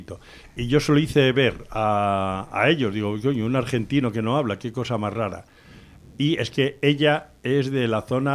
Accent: Spain; Todos los españoles por ahí somos gallegos

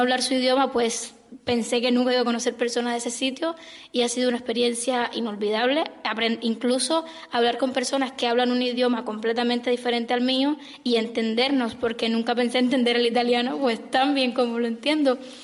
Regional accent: Navalcarnero, Community of Madrid, Spain; también representante de la ESO de nivel 2, pero yo soy de Navalcarnero

